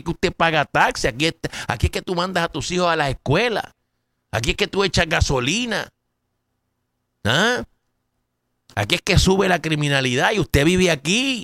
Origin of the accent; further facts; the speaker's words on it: Puerto Rico; moved away; Porque yo no vivo en Puerto Rico, yo vivo aquí. Me da pena con lo que está pasando en mi isla de Puerto Rico.